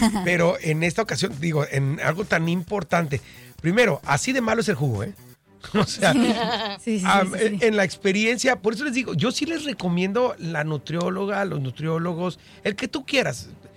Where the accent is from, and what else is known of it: Mexico